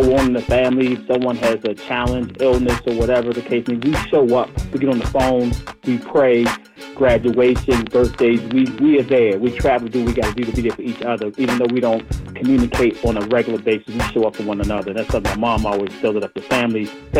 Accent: Baltimore, Maryland, United States; now in Charlotte, United States; I'm originally from Baltimore, and my family's still in Baltimore other than my sister lives in Tennessee.

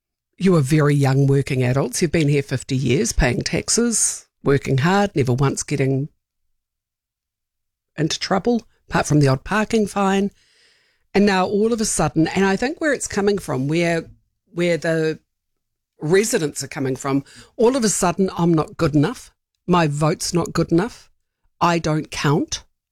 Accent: New Zealand; I'm a Kiwi.

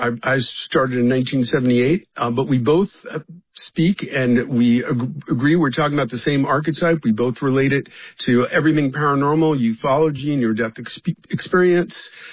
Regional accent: Bronx, New York, United States; And then when I grew up in the Bronx, I grew up listening to the Long John Nimble show

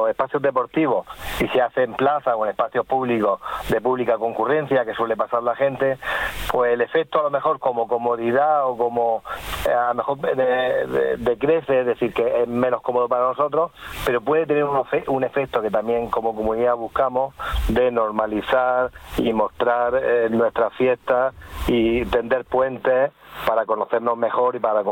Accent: Region of Murcia, Spain; como murcianos, como cartageneros, como molinenses o como jumillanos

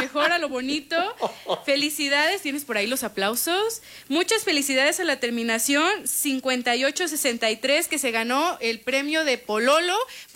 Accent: Pátzcuaro, Michoacán, Mexico; Es que soy de Pátzcuaro, necesito que se remojen mis escamas otra vez.

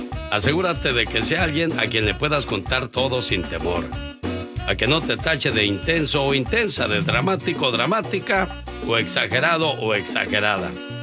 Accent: Mexico City, Mexico; moved away; un día salí de la Ciudad de México, pero la Ciudad de México...

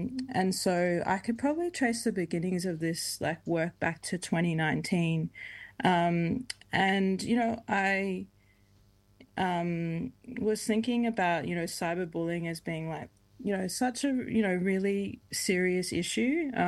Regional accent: Queensland, Australia; being a Queenslander, being a queer person, being a Black fella.

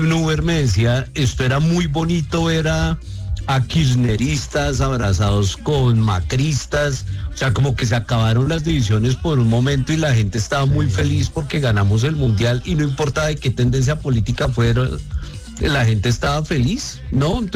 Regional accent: Colombia; si somos de Colombia y pues vemos fútbol, pues somos hinchas de la selección.

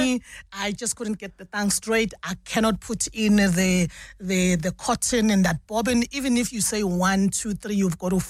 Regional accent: Lowveld, South Africa; The porpoise tasted like what I grew up eating down in the Lowveld.

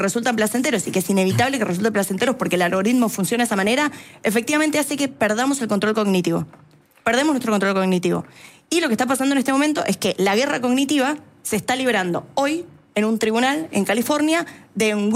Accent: Argentina; nosotros como argentinos

